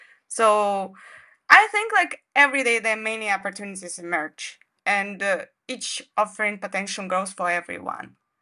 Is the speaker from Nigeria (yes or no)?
no; Kazakhstan; now in Shandong, China; But I'm from Kazakhstan